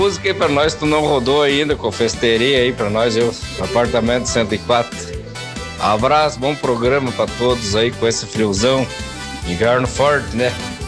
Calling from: Brazil; aqui do Campo de Sobradinho.

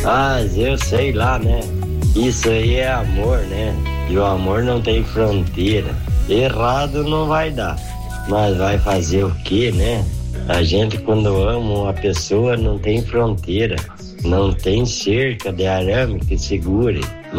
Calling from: Caçador, Santa Catarina, Brazil; eu sou de Caçador, Santa Catarina.

